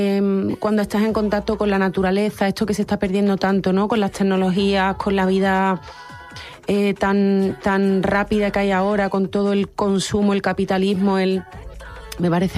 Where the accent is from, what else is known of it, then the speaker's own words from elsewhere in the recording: Córdoba, Andalusia, Spain; moved away; also born or lived in Madrid; Córdoba es mi tierra de origen y para mí es una joya, es un sitio muy, muy especial, pero también amo Madrid porque he pasado casi 6 años en total de mi vida viviendo en Madrid